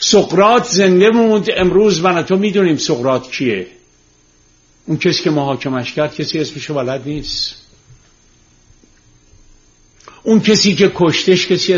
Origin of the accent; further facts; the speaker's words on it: Tehran, Tehran Province, Iran; چون ما تو گل و شل بزرگ شدیم، من روزی که خیابون کوچه های تهرون رو تیر میذاشتم که سیم برق بکشن یادمه. خونه ما که برق کشیدن